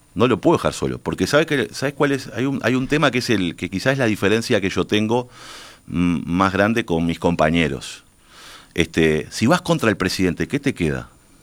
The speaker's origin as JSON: {"language": "Spanish", "country": "Uruguay", "said": "somos un país de 3 millones de habitantes"}